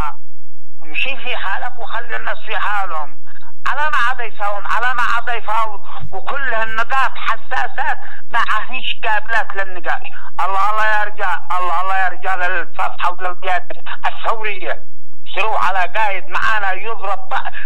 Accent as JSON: {"language": "Arabic", "country": "Yemen", "said": "احنا كشعب يمني"}